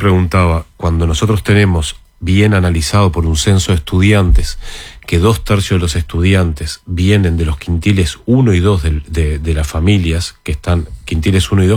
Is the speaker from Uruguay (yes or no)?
yes; Uruguay; A mí me dio mucho orgullo como uruguayo